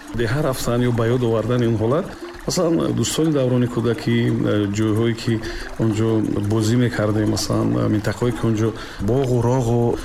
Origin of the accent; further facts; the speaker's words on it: Faizobod, Districts of Republican Subordination, Tajikistan; moved away; ман дар Файзобод дар деҳаи Дарагиён таваллуд шудам, ҷое ки ба қавли муаллифи ҳудуду лолам ҳамеша бод бар он мевазид